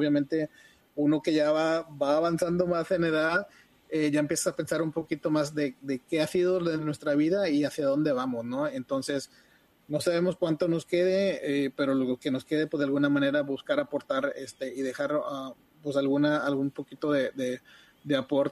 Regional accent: San Nicolás de los Garza, Nuevo León, Mexico; moved away as an adult; dejé mi terruño en mi Monterrey querido, San Nicolás de los Garza, para ser preciso.

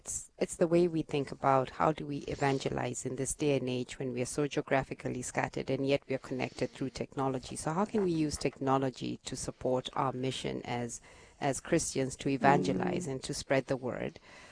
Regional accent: Nairobi, Kenya; moved away as an adult; now in United States; I was born and raised in Kenya in East Africa, in mostly Nairobi, and then I moved to the United States in 2007

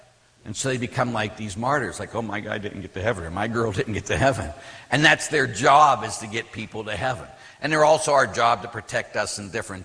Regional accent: Pittsburgh, Pennsylvania, United States; when I was a kid, I grew up in Pittsburgh

